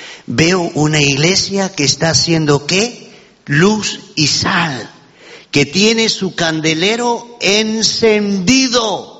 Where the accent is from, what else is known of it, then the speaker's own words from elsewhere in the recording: Cuba; pastor, yo soy cubano y yo soy pastor.